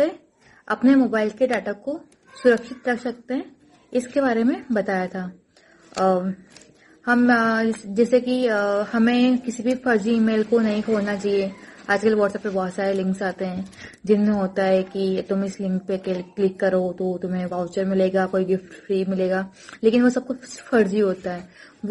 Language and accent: Hindi; Bhanwargarh, Rajasthan, India; मैं भवरगढ़ बारा राजस्थान से हूँ।